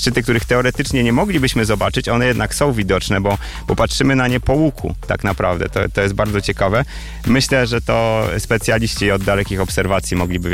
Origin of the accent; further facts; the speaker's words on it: Warsaw, Masovian Voivodeship, Poland; moved away as an adult; now in Bielsko-Biała, Poland; Ja jestem warszawiakiem, pochodzę z Warszawy, ale w wieku 30 lat się przeprowadziłem do Bielska Białej i wrzeniłem się w te tereny po prostu za żoną, która stąd pochodzi.